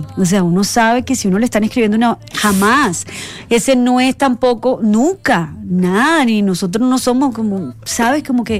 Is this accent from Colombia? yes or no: yes; Cartagena, Caribbean Region, Colombia; born there; also born or lived in Barranquilla